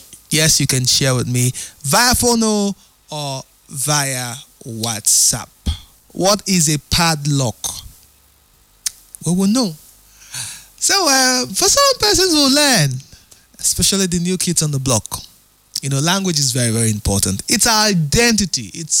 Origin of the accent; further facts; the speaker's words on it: Rivers, Nigeria; I'm from Ikwerre, and we call it Mkweku.